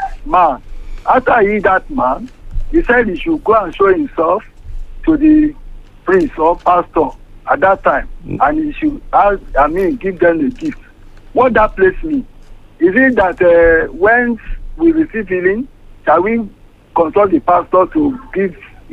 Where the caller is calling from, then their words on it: Ondo, Nigeria; I'm calling from Ondo.